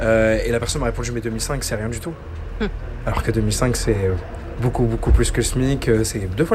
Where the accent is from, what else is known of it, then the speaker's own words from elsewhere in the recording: northern France, France; Je sais qu'on a l'habitude, moi je viens du nord de la France, l'habitude de les appeler les planqués.